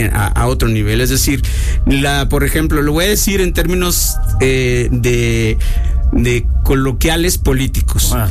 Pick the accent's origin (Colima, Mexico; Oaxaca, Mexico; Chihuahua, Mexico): Colima, Mexico; mi madre y mi padre viven, mi padre en paz descanse, viven en Colima, sí, yo soy de Colima.